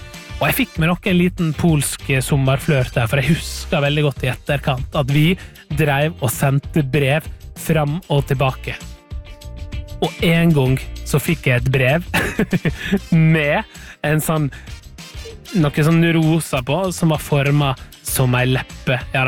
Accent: Møre og Romsdal, Norway; born there; hjemme på Sunnmøre

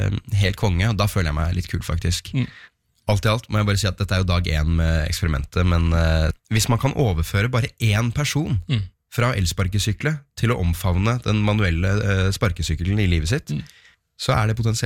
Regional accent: Oslo, Norway; si jeg vokste opp rett ved Oppsal Arena.

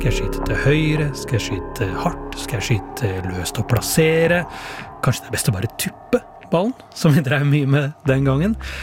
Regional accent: Porsgrunn, Telemark, Norway; Ja, altså, det var cup hjemme i Porsgrunn. Jeg var kanskje 11-12 år gammel, og vi fikk en avgjørende straffe på overtid.

